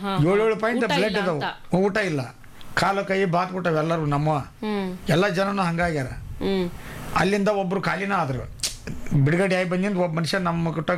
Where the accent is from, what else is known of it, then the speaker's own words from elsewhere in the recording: Lakkundi, Karnataka, India; ನಮ್ಮ ಗದಗ ಜಿಲ್ಲಾ ಗದಗ ತಾಲೂಕು ಸಾಕಿನ ಲಕ್ಕುಂಡಿ ನಮ್ಮೂರು. ನಾವು ಹುಬ್ಳಿಯಲ್ಲಿ ಕೆಲಸಕ್ಕಂತ ಹೋಗ್ತಿದ್ವಿ.